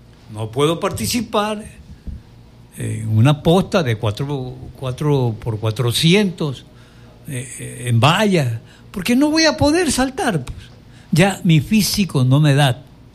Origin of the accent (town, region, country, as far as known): Ecuador